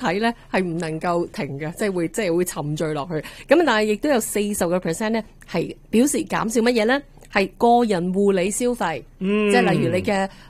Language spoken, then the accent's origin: Cantonese; Canada; 咁但系我哋加拿大人又对于房屋嚟讲嗰个嘅需求咧，就一路都系有嘅